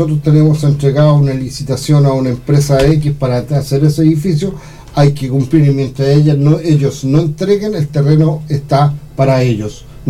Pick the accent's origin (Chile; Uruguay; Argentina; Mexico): Chile; estamos preparados como chilenos